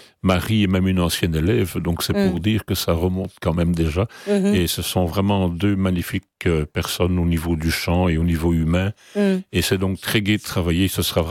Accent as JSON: {"language": "French", "country": "Belgium", "said": "chez nous en Belgique."}